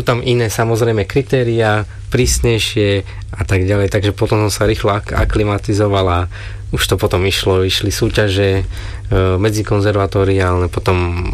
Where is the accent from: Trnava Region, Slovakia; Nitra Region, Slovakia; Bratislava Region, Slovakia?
Trnava Region, Slovakia; Trnava; born or raised there